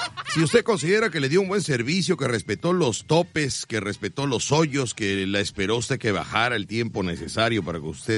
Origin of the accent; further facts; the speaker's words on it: Veracruz, Mexico; Porque yo, pues soy veracruzano, y un veracruzano tiene que haber trabajado en el muelle